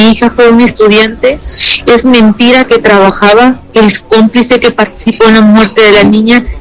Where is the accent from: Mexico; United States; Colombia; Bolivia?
Mexico; Poza Rica, Veracruz; Tuvimos que viajar, ya que nosotros somos de Poza Rica, Veracruz.